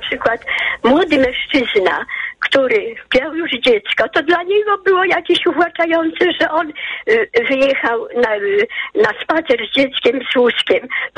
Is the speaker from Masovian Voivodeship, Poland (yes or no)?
yes; Warsaw, Masovian Voivodeship, Poland; born there; Ja urodziłam się na Pradze w Warszawie.